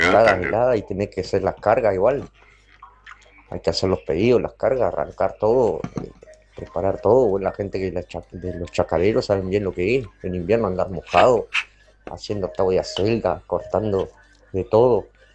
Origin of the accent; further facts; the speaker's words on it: Salto, Uruguay; moved away as an adult; yo soy nacido y criado en Salto. Me vine allá cuando tenía 21 años, en el año 2001.